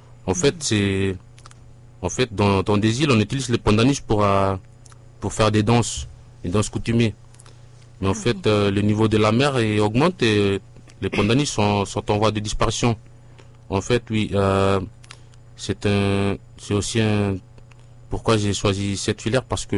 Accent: Santo, Sanma, Vanuatu; Je suis originaire de Santo, dans le village de Porlerie. Je suis un étudiant à l'Université nationale de Vanuatu.

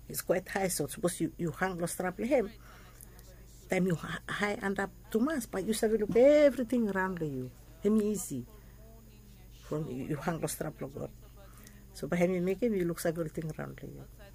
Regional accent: Vanuatu; English is a second language; encourage new students or young students or new Vanuatu people because I'm from Vanuatu, but I lecture in law.

